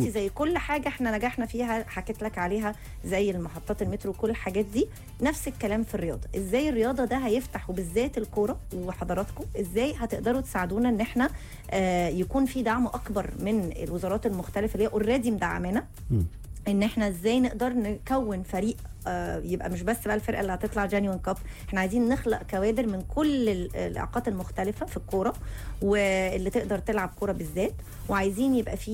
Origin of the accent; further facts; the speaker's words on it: Egypt; احنا كمصريين